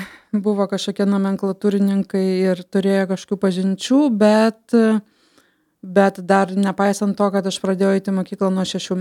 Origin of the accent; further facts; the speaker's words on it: Vilnius, Vilnius County, Lithuania; Taip, aš Vilnietė